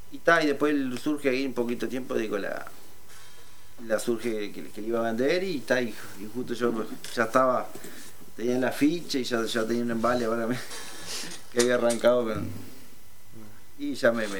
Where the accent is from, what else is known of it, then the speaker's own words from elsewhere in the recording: San José, Uruguay; Yo soy de la zona de Cañada Grande